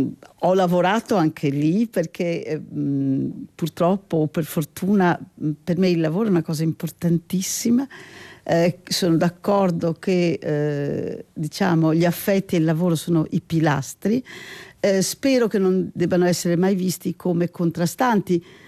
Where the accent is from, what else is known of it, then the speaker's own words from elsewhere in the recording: Genoa, Liguria, Italy; moved away as an adult; also born or lived in London; sono di Genova e in questo momento credo che si senta di più, perché nei giorni scorsi, ormai sono più di 30 anni che non abito a Genova, però ci vado spesso, è una città che amo moltissimo